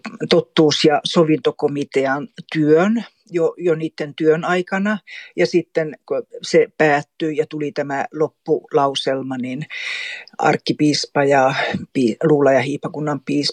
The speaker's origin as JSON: {"language": "Finnish", "town": "Kolari", "region": "Lapland", "country": "Finland", "tie": "born or raised there", "moved": "yes", "lives_now": "Kaunisvaara, Sweden", "said": "Mä olen Torniolaaksosta. Mulla on juuria Suomen ja Ruotsin puolella. Itse mä olen kasunut sitten niin Suomen puolella Torniolaaksossa Kolarissa. Ja tällä hetkellä mä asun Kaunisvaarassa."}